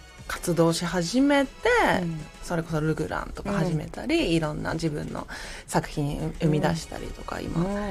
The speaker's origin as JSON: {"language": "Japanese", "town": "Sapporo", "region": "Hokkaido", "country": "Japan", "lives_now": "Tokyo, Japan", "said": "はい、私も札幌出身なんですよ。"}